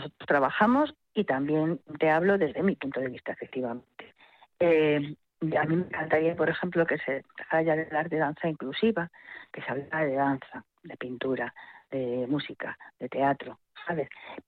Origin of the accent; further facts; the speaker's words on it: Madrid, Community of Madrid, Spain; moved away; yo era bailarina ahí en Madrid, porque soy de Madrid